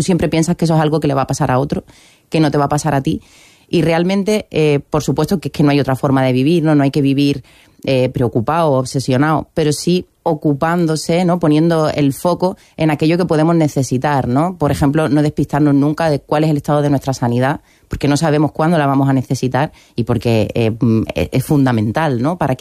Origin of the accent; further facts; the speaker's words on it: Algeciras, Andalusia, Spain; moved away; venir aquí a mi tierra